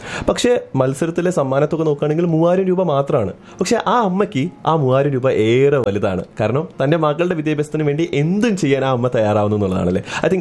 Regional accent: Kollengode, Kerala, India; moved away as an adult; now in Canada; നമ്മൾ പാലക്കാട് കൊല്ലംകോട് എന്ന് പറയുന്ന ഒരു ഗ്രാമത്തിൽ നിന്നാണ് വരുന്നത്. അപ്പം ചിങ്ങമാസത്തിലെ മഴയ്ക്ക് അവിടെ പറഞ്ഞറിയിക്കാൻ പറ്റാത്തൊരു ഭംഗിയുള്ളൊരു നാടാണ്.

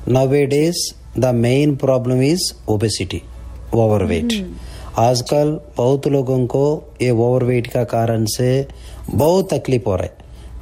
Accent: South India, India; now in Canada; मैं south India से हूँ.

